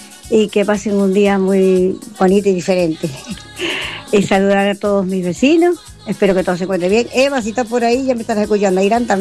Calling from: La Laguna, Canary Islands, Spain; buenos días … de La Verdellada.

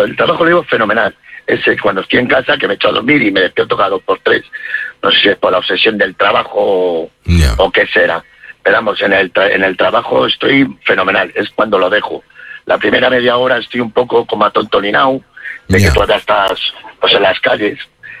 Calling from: Alcorcón, Community of Madrid, Spain; yo vivo en Alcorcón.

